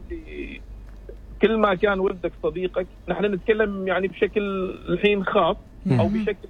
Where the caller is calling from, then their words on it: Oman; أنا يعني لاعب في المنتخب سابق وفي بعض الأندية عندنا في عمان.